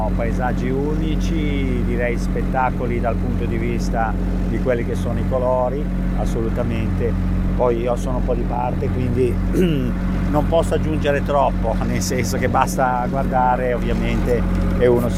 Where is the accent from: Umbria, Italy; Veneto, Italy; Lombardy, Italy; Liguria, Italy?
Liguria, Italy; Camogli; born there; Devo dire che sono nato a Camogli, ho vissuto la mia barchetta e quindi direi che la pesca ce l'ho dentro.